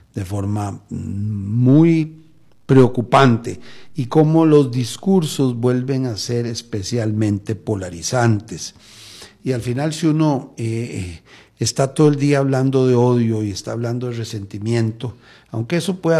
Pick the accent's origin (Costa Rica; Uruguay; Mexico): Costa Rica; hemos sentido como costarricenses